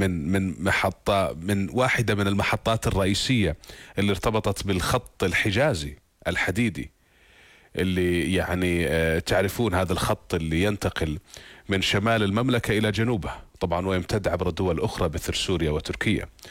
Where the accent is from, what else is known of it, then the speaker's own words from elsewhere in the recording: Jordan; احنا كأردنيين